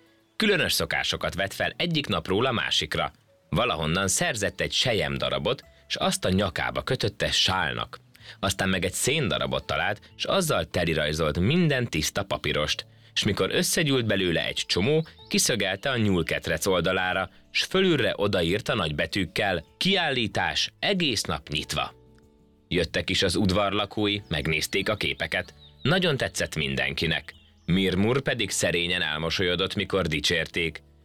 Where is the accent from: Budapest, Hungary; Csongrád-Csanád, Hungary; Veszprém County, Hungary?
Csongrád-Csanád, Hungary; Szeged; born there; Amikor gyerek voltam, Szegeden